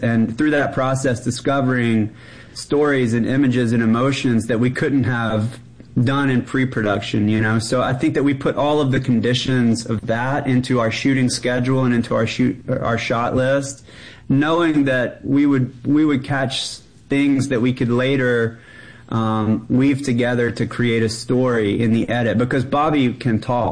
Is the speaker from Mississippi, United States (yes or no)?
yes; Jackson, Mississippi, United States; now in California, United States; I grew up in Jackson